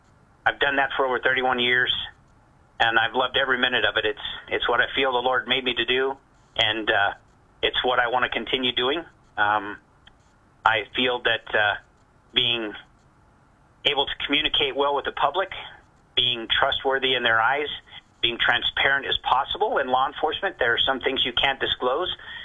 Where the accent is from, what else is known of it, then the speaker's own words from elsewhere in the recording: New Mexico, United States; I was born and raised here in Doñana County.